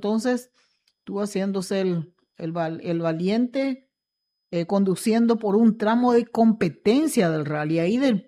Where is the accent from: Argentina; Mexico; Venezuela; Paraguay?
Paraguay; Itapúa; Como itapuense, como paraguayos